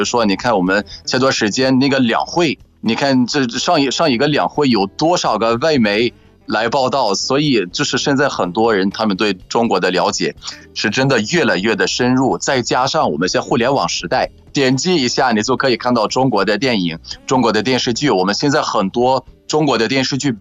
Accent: Egypt; Chinese is a second language; 我是来自埃及的

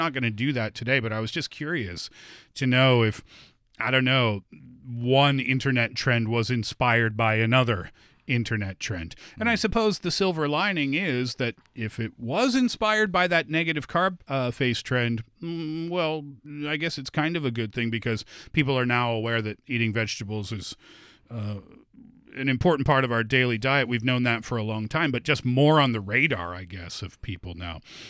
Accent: Nova Scotia, Canada; now in China; Nova Scotia, where I'm from.

